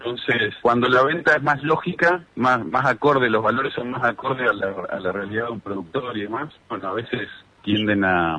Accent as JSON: {"language": "Spanish", "region": "Chubut", "country": "Argentina", "said": "Si bien somos patagónicos"}